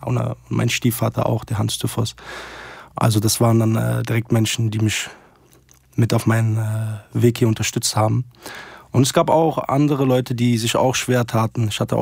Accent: Settat, Casablanca-Settat, Morocco; moved away; Ich fühle mich mit beiden Ländern sehr, sehr verbunden und bin in Marokko geboren, in Settat. Das ist 40 Kilometer von Casablanca, das sagt wahrscheinlich den anderen eher was. Casablanca.

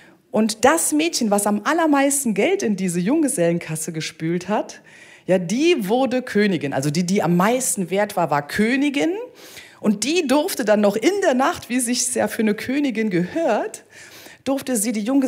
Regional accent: Germany; born there; ich komme gebürtig aus der Eifel

